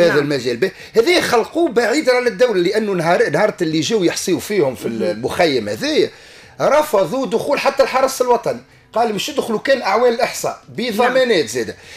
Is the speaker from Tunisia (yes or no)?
yes; Sfax, Sfax Governorate, Tunisia; انا اصيل صفاقس وفي حي البحري نحن حومة شعبية